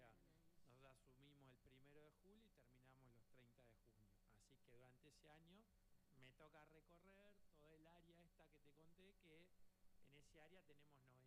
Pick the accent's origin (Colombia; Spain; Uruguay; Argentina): Argentina; Caleta Olivia, Santa Cruz; Yo soy de Caleta Olivia, Santa Cruz.